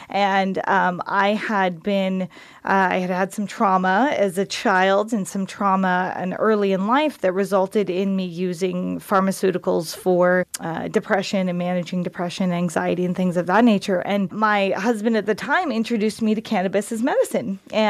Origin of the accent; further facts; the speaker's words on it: Oregon, United States; moved away as an adult; now in Alaska, United States; I came from Oregon, and I grew up in Oregon